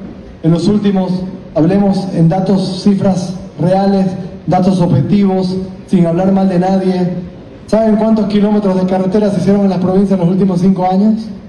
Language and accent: Spanish; Santa Cruz, Bolivia; born there; a todos los concepcioneños, a todos los cruceños, a todos los cambas, los que nacimos en esta tierra